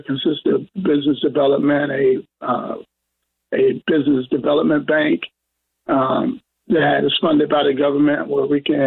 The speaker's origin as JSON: {"language": "English", "town": "Chicago", "region": "Illinois", "country": "United States", "said": "the Pope is from Chicago, I'm from Chicago, the Chicago connection"}